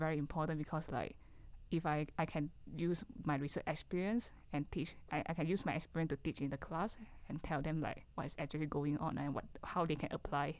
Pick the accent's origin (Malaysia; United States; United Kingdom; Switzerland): Malaysia; moved away as an adult; now in Prince George, Canada; I completed all my study from kindergarten to my master's study in Malaysia, so I have never had a chance to study abroad.